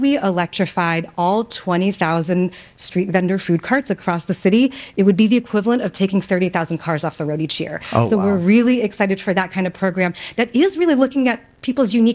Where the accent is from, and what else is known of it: New York, United States